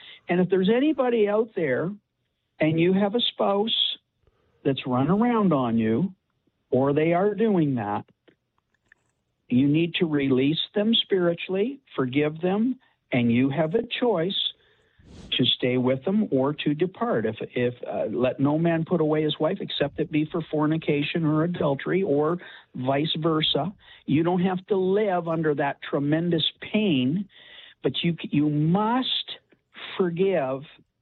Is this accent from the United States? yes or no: no; Canada; I'm from Canada.